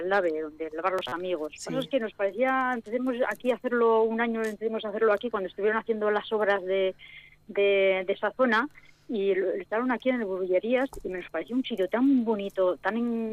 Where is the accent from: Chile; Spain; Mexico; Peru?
Spain; Vitoria-Gasteiz, Basque Country; born there; yo soy nacida en aquí en Vitoria, porque sí. La que es navarra es mi madre.